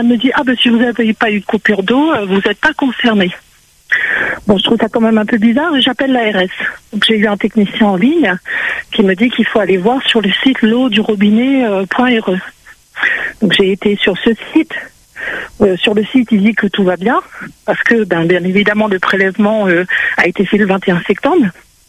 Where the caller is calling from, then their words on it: Le Tampon, Réunion; Je suis tamponnaise, j'habite au Dacy.